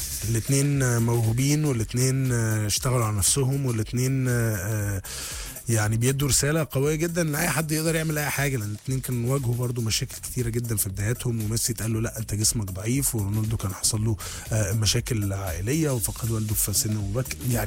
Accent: Egypt; عندنا في مصر

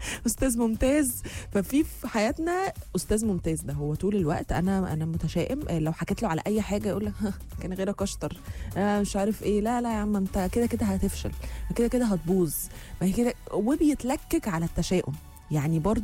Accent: Egypt; احنا كمصريين

